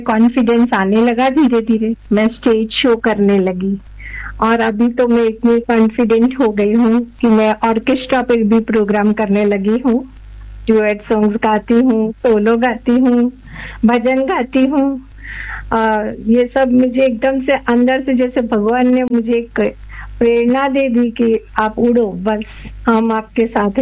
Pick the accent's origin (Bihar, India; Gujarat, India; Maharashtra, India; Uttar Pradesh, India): Gujarat, India; मैं गुजराती हूँ